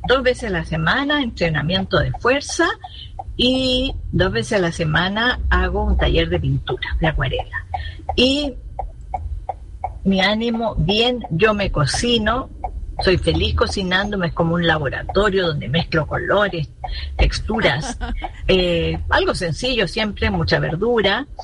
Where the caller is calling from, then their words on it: Vitacura, Santiago Metropolitan Region, Chile; de Vitacura.